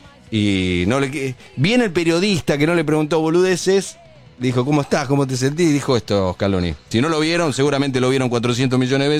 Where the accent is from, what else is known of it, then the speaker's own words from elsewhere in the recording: Argentina; Nosotros como argentinos sufrimos varios estados emocionales a lo largo de un año, de un día, sí, de una hora.